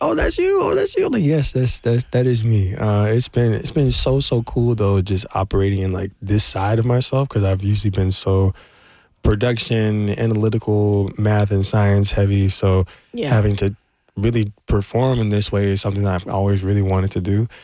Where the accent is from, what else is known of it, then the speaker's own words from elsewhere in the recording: Nashville, Tennessee, United States; I make R&B, and I'm from Nashville, Tennessee. Nice. Inglewood, to be exact.